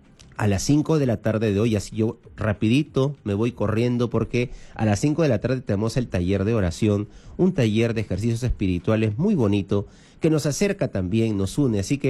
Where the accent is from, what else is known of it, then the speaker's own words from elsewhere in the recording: Callao, Peru; yo soy del Callao, de años